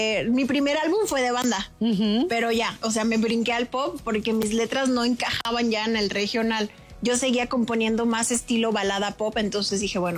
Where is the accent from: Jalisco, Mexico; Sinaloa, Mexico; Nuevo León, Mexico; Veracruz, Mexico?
Sinaloa, Mexico; Culiacán; Yo soy de Culiacán.